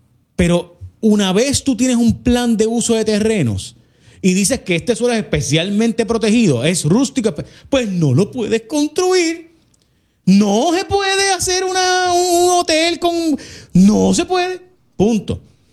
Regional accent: Puerto Rico; Hoy estoy desde Guaynabo, Puerto Rico

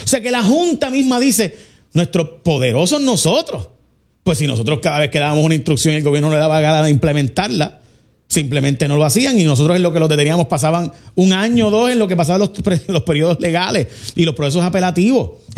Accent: San Lorenzo, Puerto Rico; yo soy de San Lorenzo, pero mi familia básicamente es de Caguas, así que los dos tendremos un elemento de Caguas.

